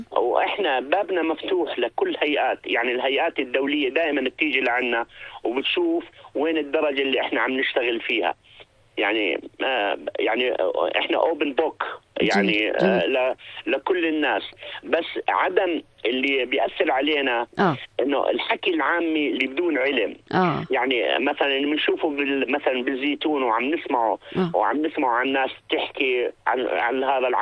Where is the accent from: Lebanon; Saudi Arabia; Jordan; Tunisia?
Jordan; نكون متميزين كأردنيين.